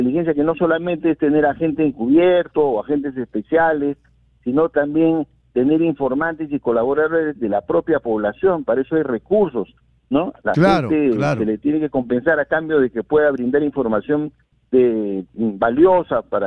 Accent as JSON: {"language": "Spanish", "country": "Peru", "said": "nosotros como peruanos"}